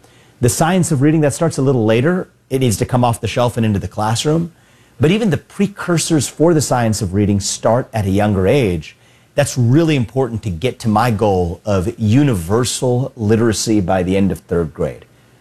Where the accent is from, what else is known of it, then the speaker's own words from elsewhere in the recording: Cincinnati, Ohio, United States; in Cincinnati, my hometown, Cincinnati public schools were closed for 2 years during the pandemic